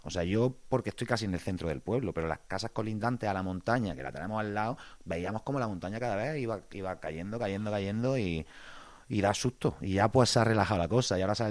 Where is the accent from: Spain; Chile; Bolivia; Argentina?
Spain; Granada, Andalusia; me criaron en el Albaicín, mis amigos todos desde nacimiento son gitanos y musulmanes, porque el Albaicín está lleno de... Mi clase estábamos tres payos, el resto eran gitanos y moros, y pues nos hemos criado ahí